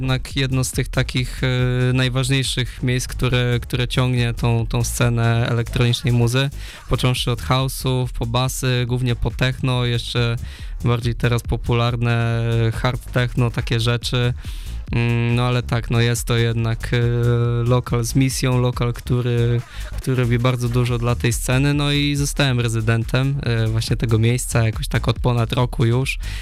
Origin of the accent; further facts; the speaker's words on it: Szczecin, West Pomeranian Voivodeship, Poland; wszystko się zaczęło w Szczecinie, w moim miejscu zamieszkania